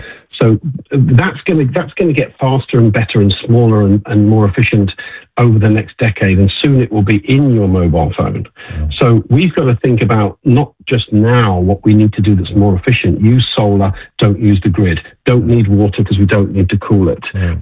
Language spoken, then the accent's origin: English; United Kingdom; And, I'm a Brit, but I still want America to win in this race.